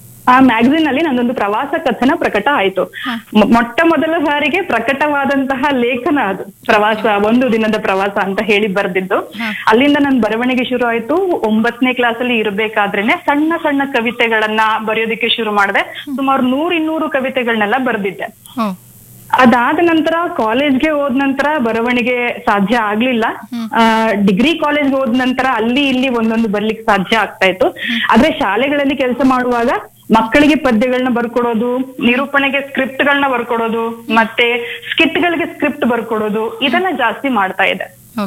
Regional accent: Karnataka, India; ನಾನು ಕನಕಪುರ ತಾಲೂಕಿನ ಹೊಸದುರ್ಗ ಅನ್ನುವಂತಹ ಹಳ್ಳಿಯವಳು.

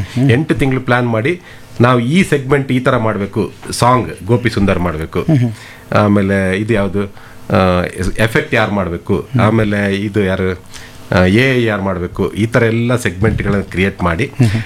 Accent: Karnataka, India; ನಮ್ಮ ಆರಾಧ್ಯ ದೈವ ಮನೆಯಲ್ಲಿ, ಎಲ್ಲರ ಮನೆಯಲ್ಲಿ ನಾರ್ಮಲ್ ಆಗಿ ಸೌತ್ ಕೇಂದ್ರದಲ್ಲೆಲ್ಲ ಈ ಆರಾಧ್ಯ ದೈವ ಕೊರಗಜ್ಜ.

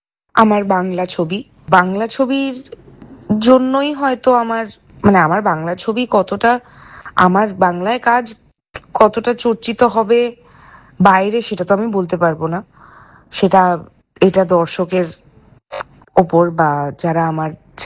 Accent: West Bengal, India; একজন বাঙালি হয়ে বা একজন ইন্ডিয়ান হয়ে

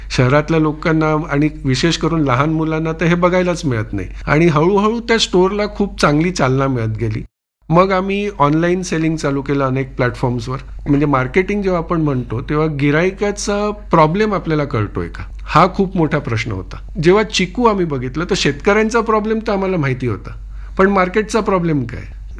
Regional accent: Dahanu, Maharashtra, India; आमचं गाव समुद्रकिनारी आहे आणि एक वीकेंड डेस्टिनेशन आहे, तर खूप टुरिस्ट येतात. बोर्डी डहाणू हा जो परिसर आहे

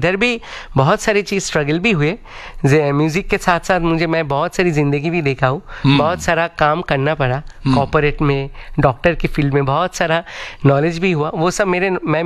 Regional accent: Kolkata, West Bengal, India; मैं कोलकाता से हूँ, और मेरे जो जगह है बहुत ही संगीतमय जगह है वो आसपास में, क्योंकि मेरे घर के 2-3 बंगला छोड़ के, घर छोड़ के

